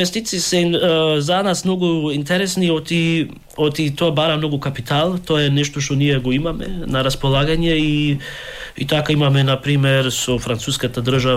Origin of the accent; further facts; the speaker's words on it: Germany; also born or lived in England; јас сум роден во Германија, таму и ден денеска живеам, цел живот, кариерата таму си ја изградив, во Англија завршив, магистрирав, никогаш не сум живеел и работел во Македонија.